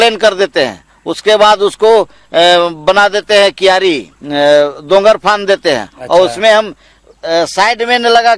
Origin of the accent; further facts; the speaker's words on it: Mandu, Ramgarh, Jharkhand, India; मेरा घर बड़का चुंबा पंचायत मांडू रामगढ़ का रहने वाला हूं